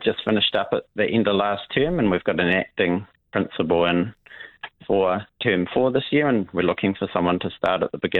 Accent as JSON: {"language": "English", "town": "Westport", "region": "West Coast", "country": "New Zealand", "tie": "born or raised there", "said": "No, I grew up in Westport."}